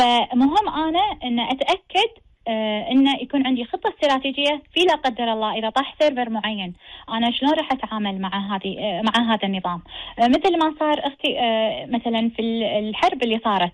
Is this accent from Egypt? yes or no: no; Kuwait